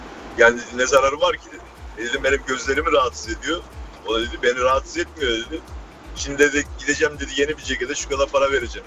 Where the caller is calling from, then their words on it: Berlin, Germany; Berlin'den katılıyorum.